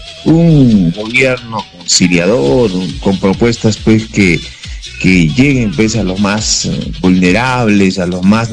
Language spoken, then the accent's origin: Spanish; Peru; Que los peruanos nos demos cuenta